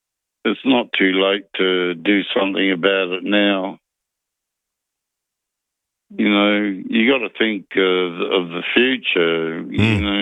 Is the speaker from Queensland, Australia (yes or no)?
no; Newcastle, New South Wales, Australia; born there; And does that make me second generation Australian? Because I was born in Newcastle, so...